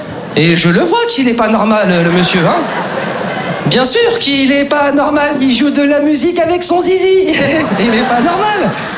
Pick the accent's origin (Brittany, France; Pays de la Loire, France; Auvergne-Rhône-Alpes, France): Auvergne-Rhône-Alpes, France; Lyon; moved away as an adult; now in Paris, France; Bon, comme beaucoup d'entre vous les amis, je suis originaire de province, je suis originaire de Lyon. Et c'est vrai qu'avant de m'installer sur Paris, j'avais des petites appréhensions sur cette ville, tu vois.